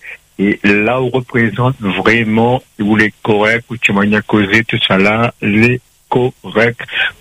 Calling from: Nantes, Pays de la Loire, France; Ben, de Nantes.

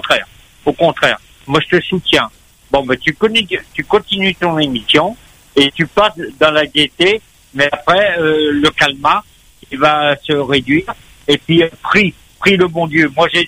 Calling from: Trois-Bassins, Réunion; Demain matin, j'habite à Trois-Bassins.

